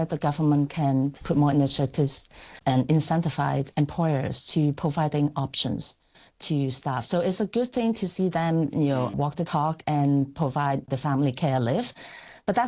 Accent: Hong Kong; born there; growing up in Hong Kong

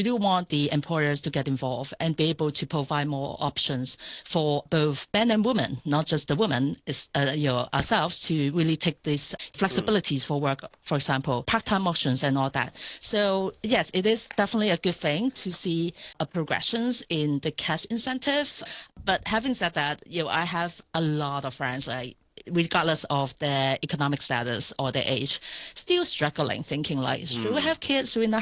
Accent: Hong Kong; born there; growing up in Hong Kong

